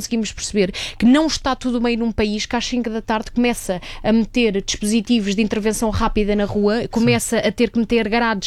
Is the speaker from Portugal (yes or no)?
yes; Almada, Setúbal, Portugal; Mais uma vez, eu sou da Almada, vai lá ao Laranjeiro e depois diz-me se aquilo é Almada